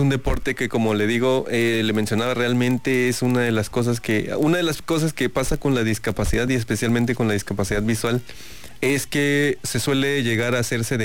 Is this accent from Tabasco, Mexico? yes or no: yes; Tabasco, Mexico; somos de aquí, de Tabasco, todos.